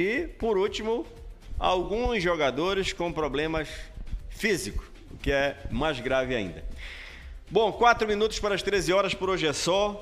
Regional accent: Brazil; Somos brasileiros.

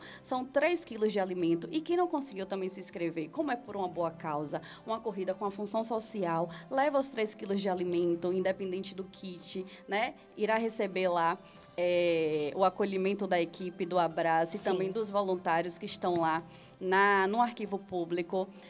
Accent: Santo Amaro, Bahia, Brazil; está sendo mesmo uma realização de abraçar essa corrida na minha cidade natal.

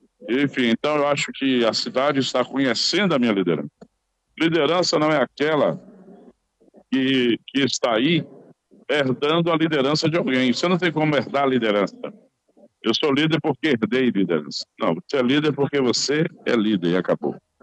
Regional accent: Bahia, Brazil; eu sou daqui, eu luto por esse povo, eu estou no dia a dia desse povo

